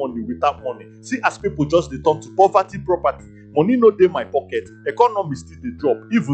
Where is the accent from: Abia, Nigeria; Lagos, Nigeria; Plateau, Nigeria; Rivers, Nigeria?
Abia, Nigeria; I'm from Umuesere, Amabo, Okokitim, in Abia State.